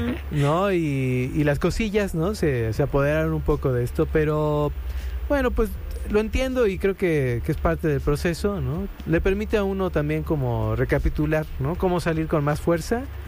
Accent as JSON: {"language": "Spanish", "town": "Tulancingo", "region": "Hidalgo", "country": "Mexico", "tie": "born or raised there", "moved": "yes", "said": "Mi tierra natal, ¿no? También que es Hidalgo"}